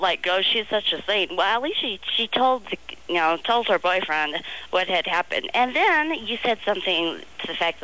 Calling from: Phoenix, Arizona, United States; I'm calling from Phoenix, Arizona.

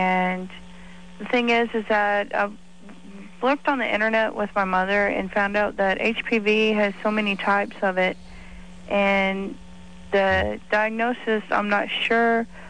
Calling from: Dallas, Texas, United States; Hi, I'm 23, and I'm calling from Dallas, Texas.

